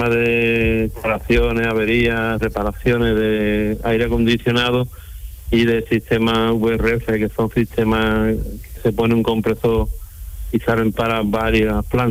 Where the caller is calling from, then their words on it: Málaga, Andalusia, Spain; Málaga capital.